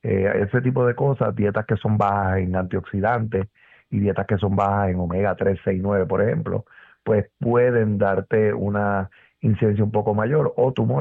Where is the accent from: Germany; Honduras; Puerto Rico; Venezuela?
Puerto Rico